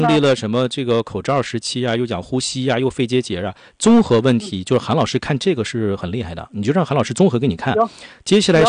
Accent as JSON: {"language": "Chinese", "region": "Northeast China", "country": "China"}